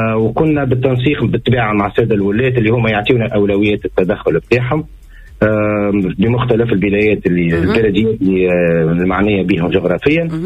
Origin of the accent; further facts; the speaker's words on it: Tunisia; وانا مواطن تونسي راني زادة معناتها احنا ننصف بلاصة وما يتعاود